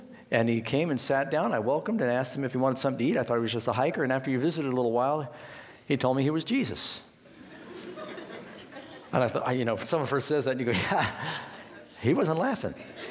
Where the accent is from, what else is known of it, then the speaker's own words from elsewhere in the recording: California, United States; I'm from California, and not far away is where Jim Jones had his temple.